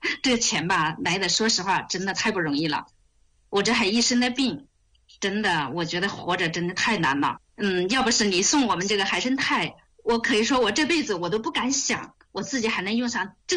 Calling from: Hunan, China; 我是湖南的。

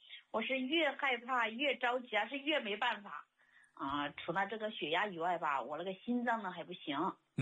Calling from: Fujian, China; 哎，李老师，我是福建的听众哈。

